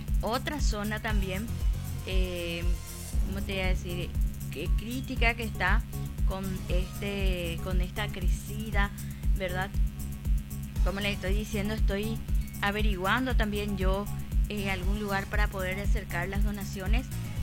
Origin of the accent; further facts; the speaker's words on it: Paraguay; esa unión y esa solidaridad que tanto nos caracteriza como paraguayos también.